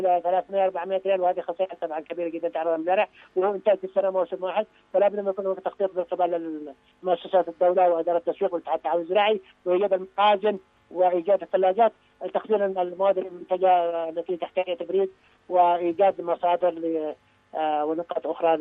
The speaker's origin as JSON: {"language": "Arabic", "region": "Dhamar", "country": "Yemen", "said": "عندنا في دمار هنا في محافظة دمار"}